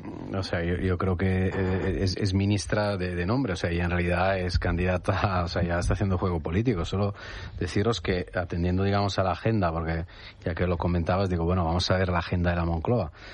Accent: Italy; Spanish is a second language; Yo siempre, cuando veo estas cosas, siempre pienso también en mi país, en Italia.

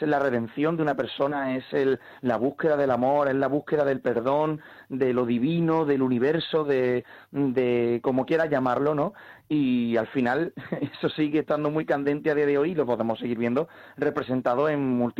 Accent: Andalusia, Spain; Y como actor español, ¿no?, como actor andaluz, pues siempre me ha llamado la atención pues estos grandes clásicos.

